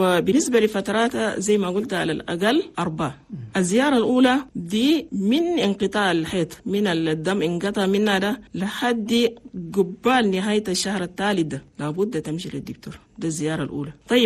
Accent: Chad; لأننا نحن عندنا في تشاد نسبة موت عن الأمهات

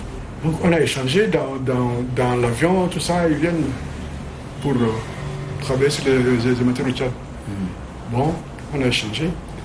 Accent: Romania; French is a second language; moved away as an adult; now in France; je suis étudiant, je viens de la Roumanie, j'ai mon diplôme, je suis un ingénieur.

